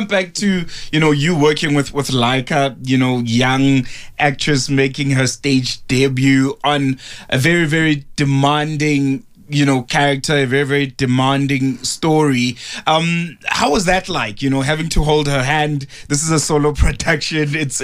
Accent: South Africa; knowing the history that we have, as you mentioned, and also how we just have this ability as South Africans to bring very, very conversational

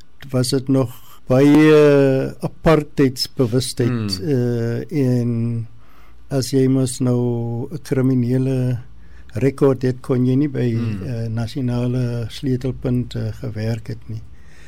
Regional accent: George, Western Cape, South Africa; Ek is hier van George af weg, ek is maar stad toe soos ons maar die tyd ja. verbag het.

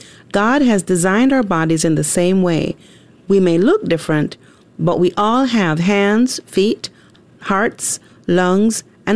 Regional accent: Jamaica; moved away; Yes, I did in high school when I lived in my home country of Jamaica.

